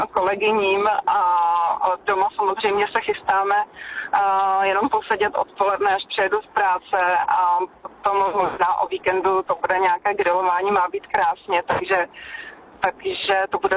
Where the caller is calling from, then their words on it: Plzeň, Plzeň Region, Czechia; my jsme Plzeňáci a jedu z Plzně města do okresu Plzeň v sever